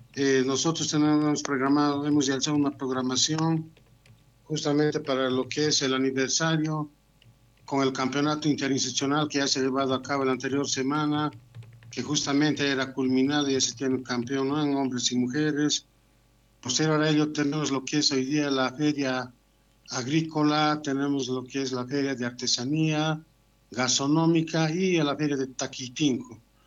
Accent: Llallagua, Potosí, Bolivia; Yo soy de Llayagua, ¿no?, un llayagüeño más

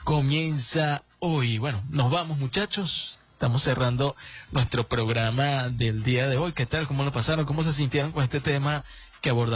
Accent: Venezuela; esta situación que estamos viviendo como venezolanos

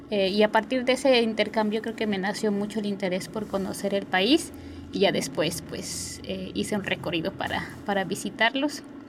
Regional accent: Zinacantán, Chiapas, Mexico; Soy originaria de un municipio que se llama Sinacantán, de los Altos de Chiapas.

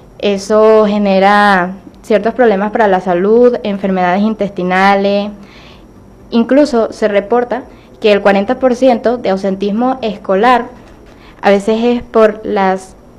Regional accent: Venezuela; nosotros como venezolanos no conocemos nuestra cultura.

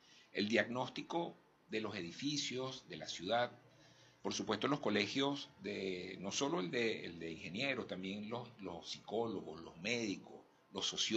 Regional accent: Venezuela; Y tenemos una ventaja, como venezolanos, que es la resiliencia

